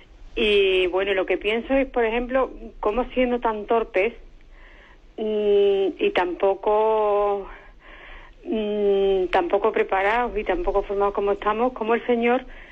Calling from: Seville, Andalusia, Spain; de Sevilla.

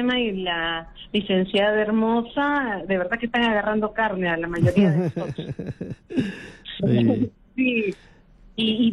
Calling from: Magdalena del Mar, Lima, Peru; de Magdalena.

